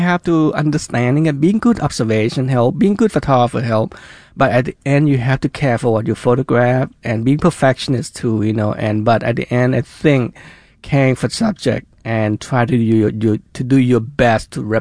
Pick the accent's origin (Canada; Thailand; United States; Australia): Thailand; Oh, yeah, that's an interesting story. You know, when I was a kid, I loved going out fishing.